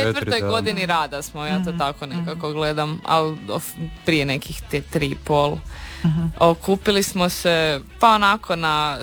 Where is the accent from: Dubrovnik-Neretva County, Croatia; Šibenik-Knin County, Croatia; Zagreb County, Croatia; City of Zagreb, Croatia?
Šibenik-Knin County, Croatia; Šibenik; dolazimo iz Šibenika, sviramo sad već nekih 4 godina.